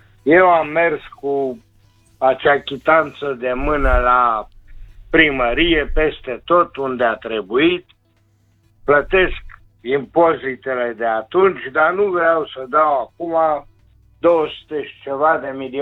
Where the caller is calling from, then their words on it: Câmpia Turzii, Cluj County, Romania; Vă sunt din Câmpia Turzii